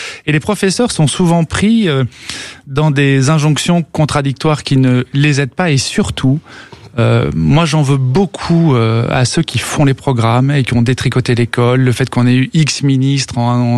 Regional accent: France; chez nous, en France

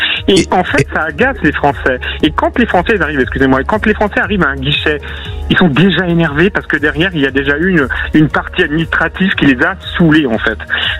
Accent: France; nous, en tant que Français

